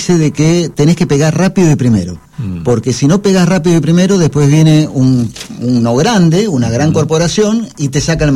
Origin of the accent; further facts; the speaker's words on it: Argentina; nosotros estábamos 5 años como Argentina